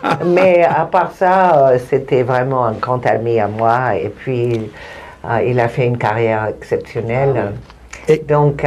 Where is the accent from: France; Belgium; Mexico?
Mexico; parce que moi je viens du Mexique, il est pas l'espagnol et moi aussi, et donc comme avec … tous les deux on avait le même langage